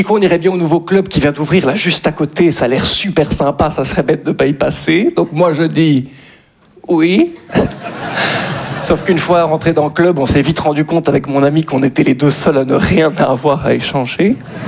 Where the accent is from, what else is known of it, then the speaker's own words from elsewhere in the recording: Belgium; je suis belge.